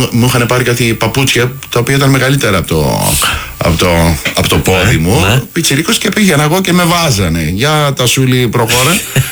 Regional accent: Korydallos, Attica, Greece; Κορυδαλιώτης.

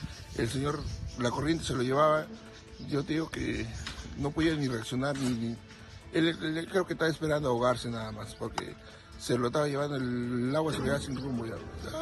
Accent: Sama, Tacna, Peru; Soy de Sama

